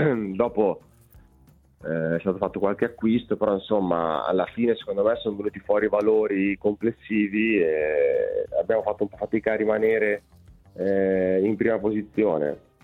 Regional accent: Ravenna, Emilia-Romagna, Italy; Ma a distanza non tanto, perché alla fine io sono di Ravenna

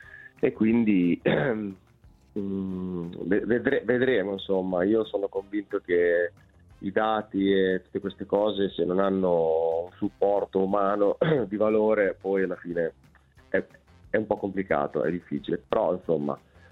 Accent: Ravenna, Emilia-Romagna, Italy; Ma a distanza non tanto, perché alla fine io sono di Ravenna

